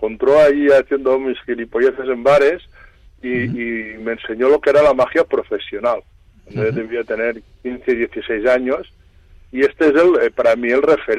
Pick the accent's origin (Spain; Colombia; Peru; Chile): Spain; Ponts, Catalonia; fue precisamente en mi pueblo natal, en Pons.